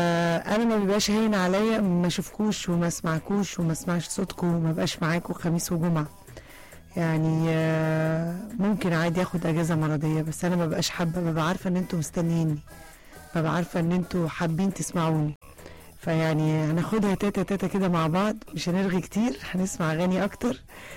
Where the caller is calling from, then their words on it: Cairo, Cairo Governorate, Egypt; من القاهرة، وبمسي على كل الناس اللي بتسمعنا وعليكي طبعا.